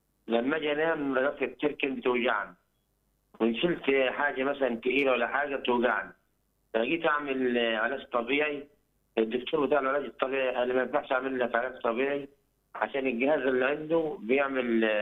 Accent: Cairo, Cairo Governorate, Egypt; من مصر، من مصر، من القاهرة.

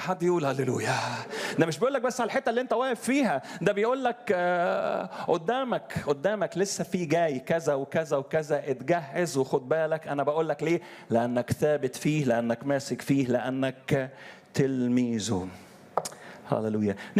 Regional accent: Upper Egypt, Egypt; زي ما كان يقول عندنا في الصعيد

